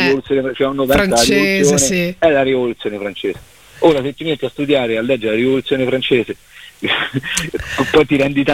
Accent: Lazio, Italy; poi si torna con tutta la band dalle nostre parti in provincia di Rieti

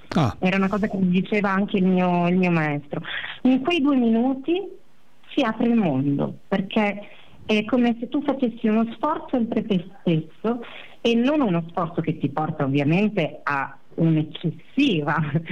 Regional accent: Padua, Veneto, Italy; perché poi io vengo da Padova, ho fatto tutta la psicologia dinamica freudiana

